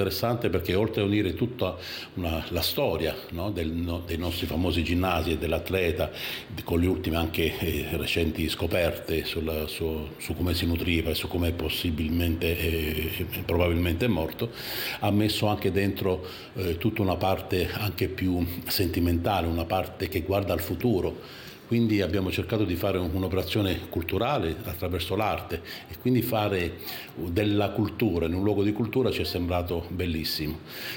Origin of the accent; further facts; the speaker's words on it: Taranto, Apulia, Italy; E allora per me che sono di Taranto